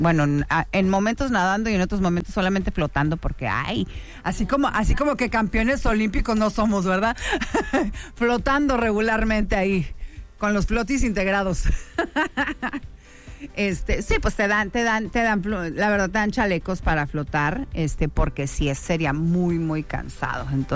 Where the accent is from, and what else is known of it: Mexico